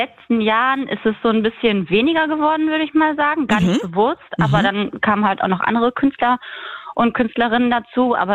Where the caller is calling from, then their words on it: Beckum, North Rhine-Westphalia, Germany; Ich bin in Beckum. Ich bin zu Hause bei mir